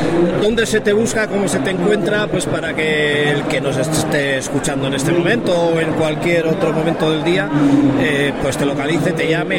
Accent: Basque Country, Spain; yo que vengo del norte y del País Vasco

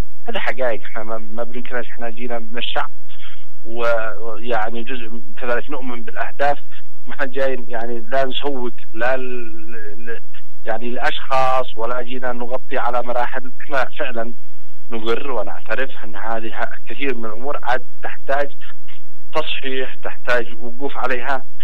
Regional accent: Yemen; وإحنا بنقول كأنصار الله نحن جزء من اليمن

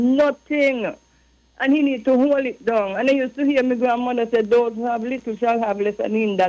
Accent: Newtown, St. Kitts & Nevis; born there; I born in St. Kitts and I'm from Newtown

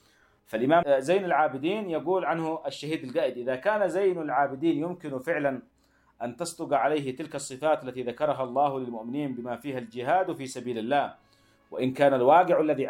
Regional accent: Yemen; حلية دمائنا نحن كيمنيين

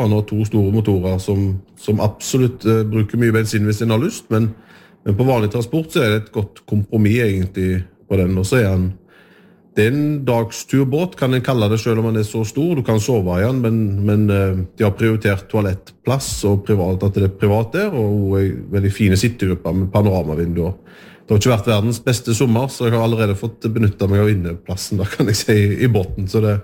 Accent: Western Norway, Norway; så det jo fjorden ligger meg og som nært og som vestlending og ute på Haugalandet med å bruke den

